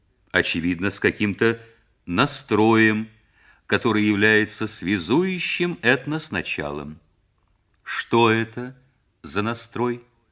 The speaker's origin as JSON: {"language": "Russian", "region": "Saint Petersburg", "country": "Russia", "said": "мы, ленинградцы, в Ленинграде, в своей среде."}